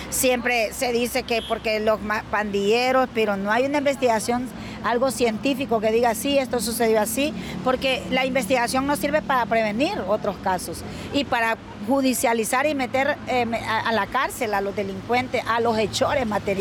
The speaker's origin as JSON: {"language": "Spanish", "region": "Cortés", "country": "Honduras", "said": "Allá en el departamento de donde nosotros venimos de Cortés"}